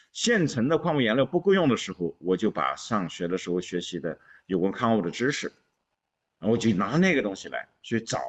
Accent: Shandong, China; also born or lived in Jiangsu; 我出生在水乡江苏，所以在我小时候的在水边那些记忆，那些水面上的灵光闪动，到现在我记忆犹新。然后我成长于泰山

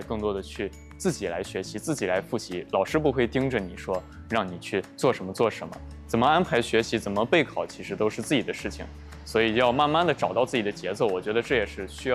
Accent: Shaanxi, China; 因为首先是个人，我是陕西的考生，对，然后第一次来到南方生活

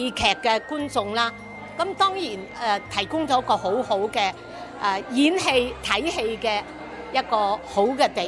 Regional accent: Guangzhou, Guangdong, China; 亦都係我哋廣州人，我哋廣東人。

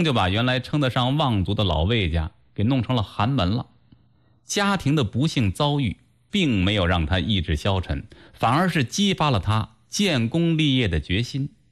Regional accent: Hebei, China

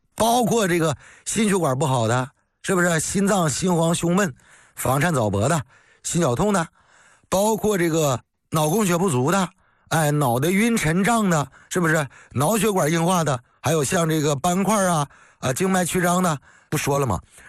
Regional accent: China; 我们中国人多呀，这中国人多，市场体量大

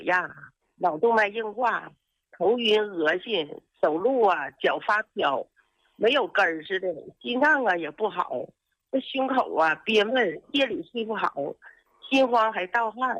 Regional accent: Fushun, Liaoning, China; 我是辽宁抚顺的，今年66岁

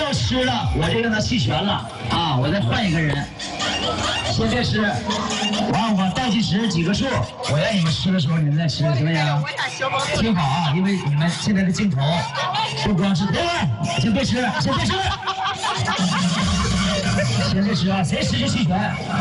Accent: Northeast China, China; 我们东北人说话比较直啊

